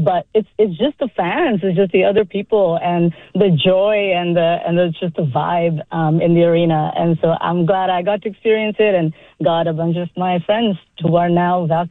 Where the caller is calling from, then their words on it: San Francisco, California, United States; All right. I'm coming from San Francisco.